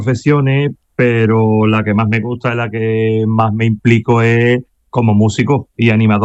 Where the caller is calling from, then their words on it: Olivares, Andalusia, Spain; Pues ahora en casa, en el pueblo, en Olivares.